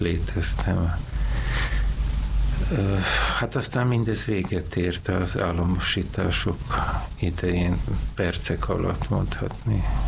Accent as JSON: {"language": "Hungarian", "region": "Budapest", "country": "Hungary", "tie": "born or raised there", "said": "Hát budai vagyok, sőt erdőszéli vagyok, mert ahol mi lakunk 75 éve, az erdőszéle volt még akkor"}